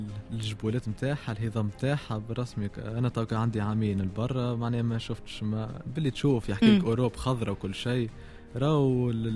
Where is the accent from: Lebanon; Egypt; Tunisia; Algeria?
Tunisia; تونس تبقى اول بلاد بلدي الام حب حياتي